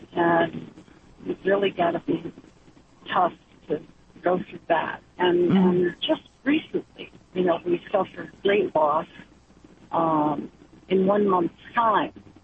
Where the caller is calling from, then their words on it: Westchester County, New York, United States; We're really from Westchester County, New York